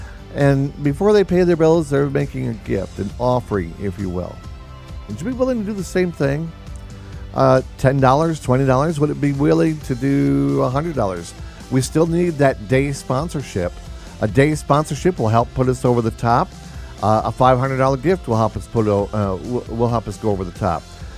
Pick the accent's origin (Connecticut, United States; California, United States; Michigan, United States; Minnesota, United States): Michigan, United States; I'm from Michigan.